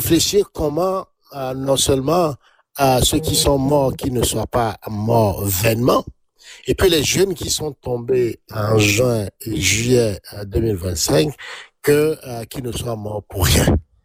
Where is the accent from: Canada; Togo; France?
Togo; comment, en tant que Togolais, on va réfléchir sur nous-mêmes